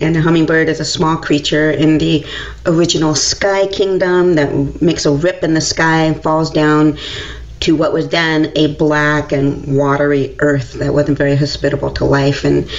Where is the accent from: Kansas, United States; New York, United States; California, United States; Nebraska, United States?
California, United States; Berkeley; I grew up in Berkeley. I was born in 1972.